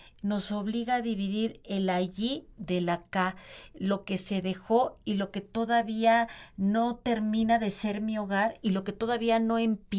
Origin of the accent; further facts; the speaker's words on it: Mexico; Yo soy mexicana de hueso colorado y nunca, nunca, o sea, he vivido en otros lugares y sé lo que es estar, no en el exilio, pero sí lejos de casa y no, yo no me, espero nunca tener que irme de México.